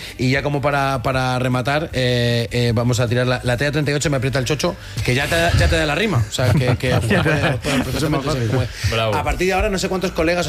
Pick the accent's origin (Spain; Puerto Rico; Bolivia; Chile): Spain; Valencian Community; A ver, soy valenciano, o sea, puede valer.